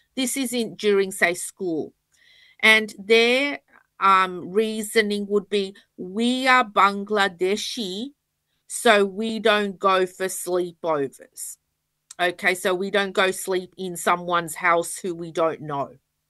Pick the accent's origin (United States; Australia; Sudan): Australia; Sydney, New South Wales; This is my home. This is where, I've grown up. This is where my family live. This is where I've been educated. This is where I work. I'm Australian.